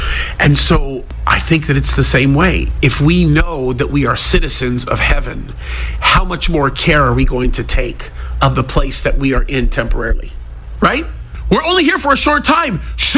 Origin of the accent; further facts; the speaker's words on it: United States; born there; I am first generation born into this country from two parents who were both born and raised in Egypt.